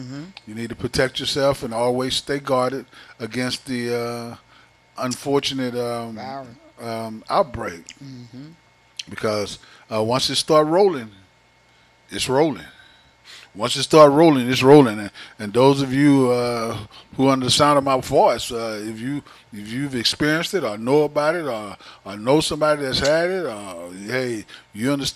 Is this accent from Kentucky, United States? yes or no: no; Port Arthur, Texas, United States; born or raised there